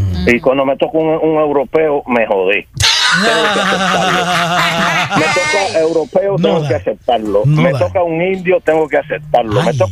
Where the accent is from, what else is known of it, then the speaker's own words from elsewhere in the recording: Dominican Republic; Yo soy dominicano, sí.